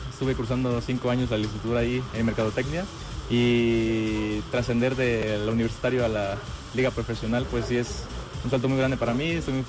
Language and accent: Spanish; Santiago Jamiltepec, Oaxaca, Mexico; Soy originario de Santiago Jamiltepec, Oaxaca. Es un pueblo ubicado en la región de la costa.